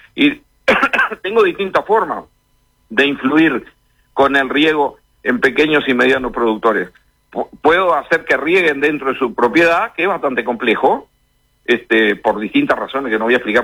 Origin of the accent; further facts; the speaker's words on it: Montevideo, Uruguay; born there; Muchos que somos montevideanos